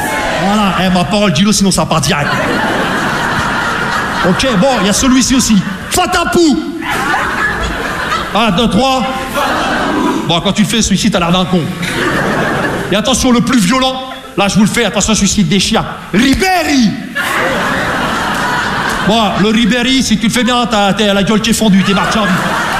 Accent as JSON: {"language": "French", "town": "Rouen", "region": "Normandy", "country": "France", "said": "Parce que je viens de Rouen, tu vois, la Normandie, les Vikings, on est tous un peu des."}